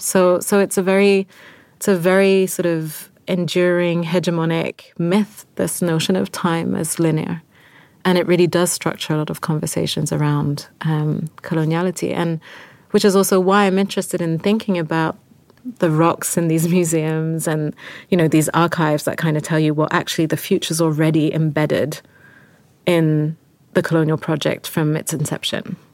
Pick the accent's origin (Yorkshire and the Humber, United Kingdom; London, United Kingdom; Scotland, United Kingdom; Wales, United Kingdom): London, United Kingdom; I grew up in London in the 90s in South London at a time where there was a sort of myth of the multicultural London.